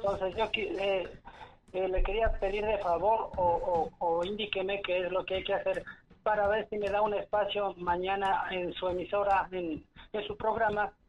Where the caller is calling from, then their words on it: Quiroga, Imbabura, Ecuador; nosotros somos de Quiroga